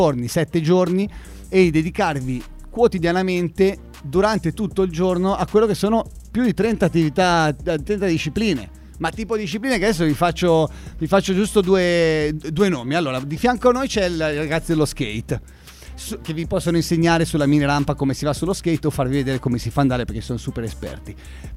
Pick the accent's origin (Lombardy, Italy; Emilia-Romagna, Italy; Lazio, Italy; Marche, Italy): Marche, Italy; Senigallia; sempre Mindset, siamo da Senigallia